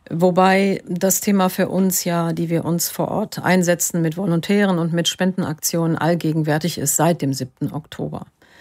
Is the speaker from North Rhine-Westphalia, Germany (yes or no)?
yes; Düsseldorf, North Rhine-Westphalia, Germany; Ich stamme aus Düsseldorf.